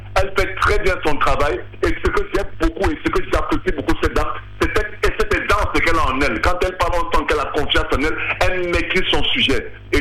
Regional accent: Cameroon; chez nous au Cameroun

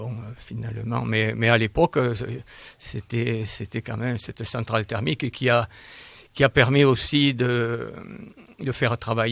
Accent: Hermes, Nouvelle-Aquitaine, France; born there; je suis revenu, je ne suis pas toujours resté, mais suis revenu où je suis né, à Hermes.

